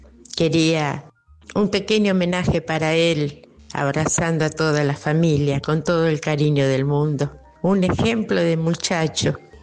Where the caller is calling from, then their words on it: Rosario, Santa Fe, Argentina; de Rosario.